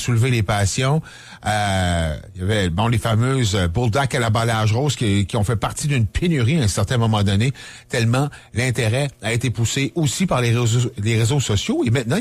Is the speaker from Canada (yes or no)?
yes; Quebec, Canada; chez nous au Québec